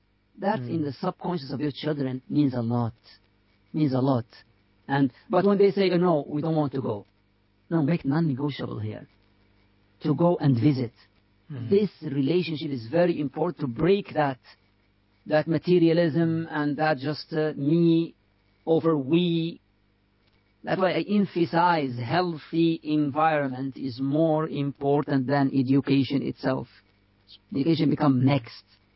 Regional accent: United Arab Emirates; moved away; I grew up in Emirates, not in Mauritania.

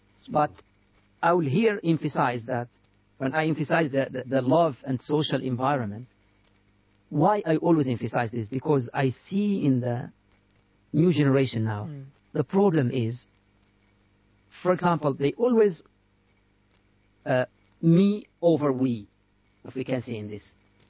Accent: United Arab Emirates; moved away; I grew up in Emirates, not in Mauritania.

